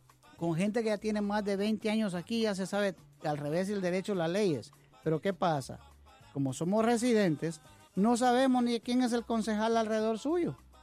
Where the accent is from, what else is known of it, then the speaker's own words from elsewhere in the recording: Guatemala; now in United States; Yo soy de origen guatemalteco, pero estoy orgulloso de funcionar en este país